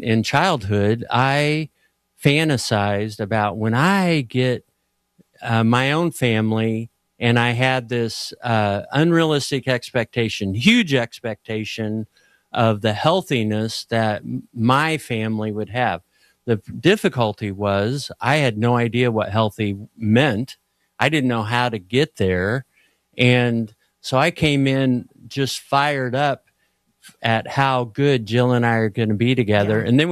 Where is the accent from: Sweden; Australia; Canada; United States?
United States; Indianapolis, Indiana; and we grew up in Indianapolis, everything we knew was there